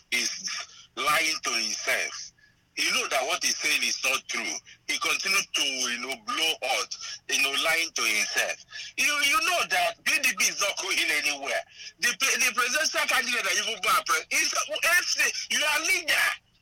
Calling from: Enugu, Enugu State, Nigeria; Yeah, happy boy from Transekulu.

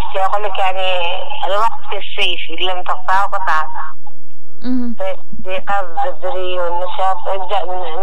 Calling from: Sanaa, Amanat Al Asimah, Yemen; من صنعاء.

